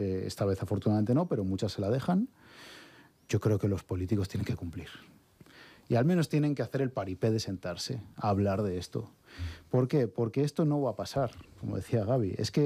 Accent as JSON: {"language": "Spanish", "town": "Pelayos de la Presa", "region": "Community of Madrid", "country": "Spain", "said": "yo soy de Pelayos de la Presa."}